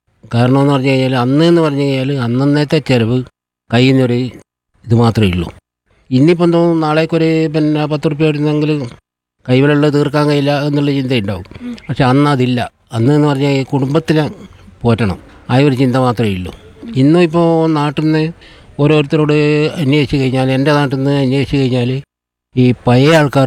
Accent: Thillankeri, Kerala, India; Thillankeri.

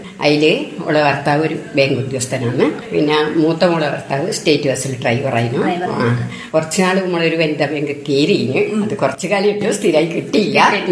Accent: Pariyaram, Kerala, India; എന്റെ നാട് പരിയാരത്ത, ഇവിടെ പരിയാരം പറയുന്ന നിങ്ങള് പാലോട്ടുവള്ളി

